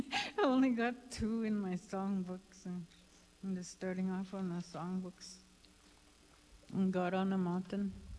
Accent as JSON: {"language": "English", "region": "Manitoba", "country": "Canada", "tie": "born there", "moved": "yes", "lives_now": "Hollow Water, Canada", "said": "I was born in Barron's River, but I live in Hollow Water now"}